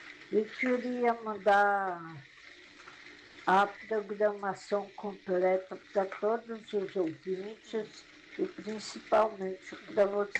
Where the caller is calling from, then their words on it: Eunápolis, Bahia, Brazil; Sou de Eunápolis, Bahia.